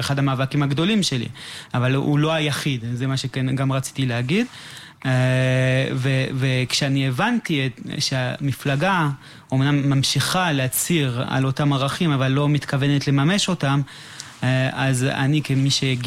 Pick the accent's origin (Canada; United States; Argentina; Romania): Canada; Hebrew is a second language; moved away as an adult; now in Israel; כשהייתי בתיכון, הייתי בתיכון שבו למדו הרבה מאוד ישראלים שירדו מהארץ והגיעו לקנדה.